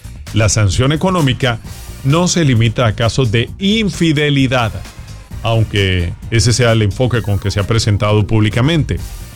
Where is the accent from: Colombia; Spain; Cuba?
Colombia; Bueno, yo soy colombiano y ni entiendo todas estas leyes